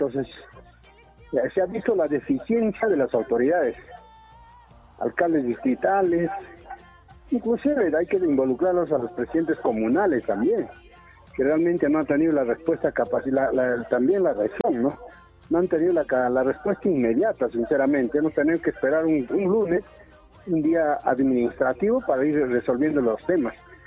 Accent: Peru; Como peruanos, esperemos que le vaya lo mejor.

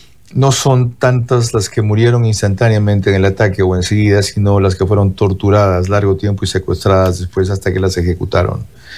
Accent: Bahía de Caráquez, Manabí, Ecuador; Y en Bahía de Caracas, mi tierra

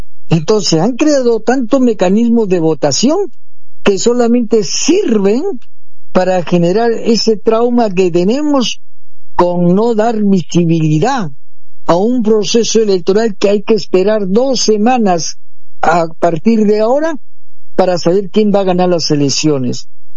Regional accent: Peru; now in Tacna, Peru; Estamos luchando acá en Tacna con una votación contra la nación aymara. Y yo digo, pero si en el Perú no hay ninguna nación aymara. Todos somos peruanos

